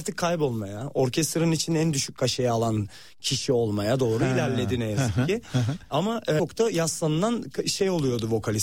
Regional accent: Gölcük, Kocaeli, Turkey; da Gölcüklü'dür, benim memleketim.

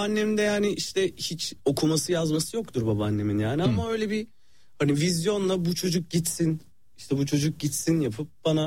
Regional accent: Salihli, Manisa, Turkey; born there; Evet, çünkü Manisa'yla yani Salihli'de doğdum.

